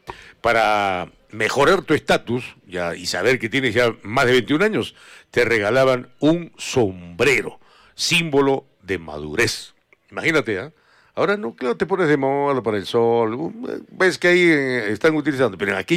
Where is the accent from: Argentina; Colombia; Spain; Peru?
Peru; Arequipa; Sabemos lo que tenemos en Arequipa, por eso nos sentimos orgullosos como buenos arequipeños.